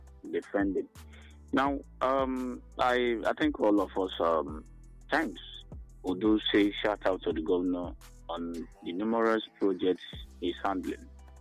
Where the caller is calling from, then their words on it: Enugu State, Nigeria; I'm calling from Obenimbo, Nozowani local government.